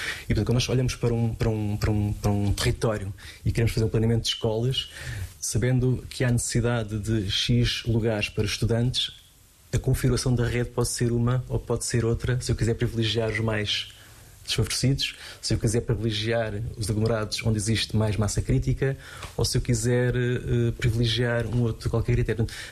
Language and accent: Portuguese; Portugal